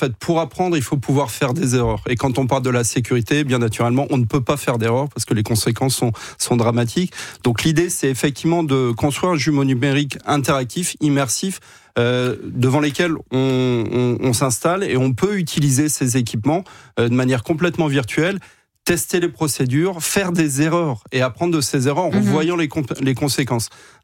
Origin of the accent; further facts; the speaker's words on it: Lille, Hauts-de-France, France; born there; Moi, je suis né à Lille